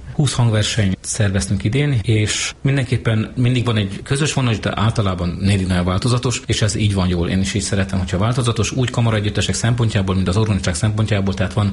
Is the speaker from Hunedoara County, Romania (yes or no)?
no; Brașov, Brașov County, Romania; now in Cluj-Napoca, Romania; mert szülővárosomból jöttek, arról az egyetemről én is tanultam valamikor.